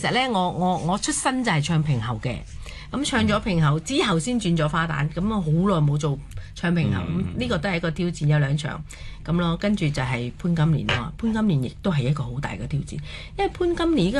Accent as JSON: {"language": "Cantonese", "country": "Macau", "tie": "born or raised there", "said": "我是澳門一個土生土長的人"}